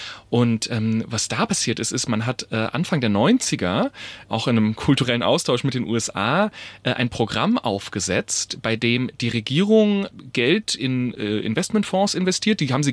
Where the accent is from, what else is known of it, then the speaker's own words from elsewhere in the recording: Heilbronn, Baden-Württemberg, Germany; Ja, also ich liebe meine Heimat natürlich, aber ehrlicherweise, Heilbronn ist jetzt nicht die sexieste Stadt.